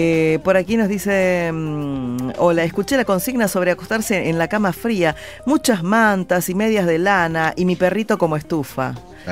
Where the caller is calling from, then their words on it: Zapala, Neuquén, Argentina; de Zapala, Neuquén.